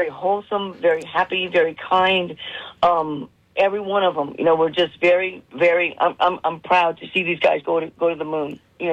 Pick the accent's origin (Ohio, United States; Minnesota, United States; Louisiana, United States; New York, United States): Louisiana, United States; We were out here in New Mexico, actually, whenever I'm from South Louisiana